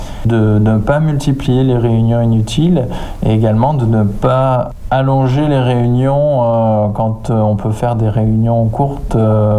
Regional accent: Nouvelle-Aquitaine, France; je suis originaire de Dordogne et donc j'ai beaucoup de famille sur l'agglomération périgourdine et en Dordogne

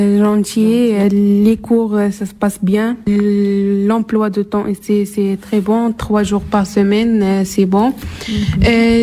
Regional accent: Rabat-Salé-Kénitra, Morocco; je suis marocain, je viens de la ville de Sidès, une petite ville de région de Kémiset, au cœur des montagnes d'Atlas.

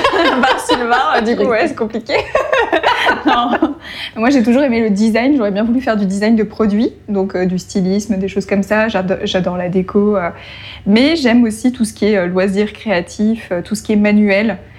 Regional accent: Grand Est, France; je voulais faire ça parce qu'à la base, j'étais proche du Luxembourg. Donc, je m'étais dit, si jamais ça ne fonctionne pas ici, bah, je retournerai peut-être en Lorraine et je pourrais bosser au Luxembourg en tant qu'opto.

